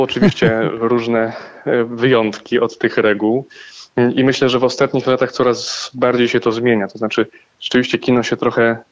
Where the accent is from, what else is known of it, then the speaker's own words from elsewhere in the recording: Lublin, Lublin Voivodeship, Poland; no bo pochodzę z Lublina, więc Kazimierz Dolny jest no, takim najbliższym, czy właśnie Dwa Brzegi są najbliższym festiwalem do Lublina.